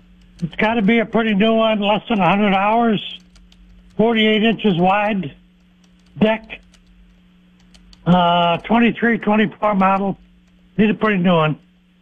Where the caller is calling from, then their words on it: Brookings, South Dakota, United States; It's from Denny at Brookings.